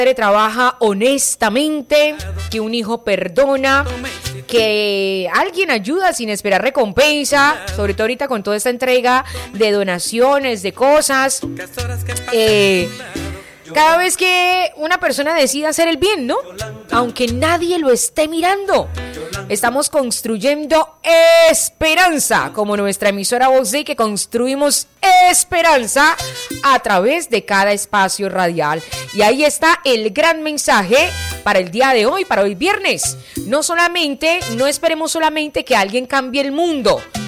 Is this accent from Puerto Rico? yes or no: no; Colombia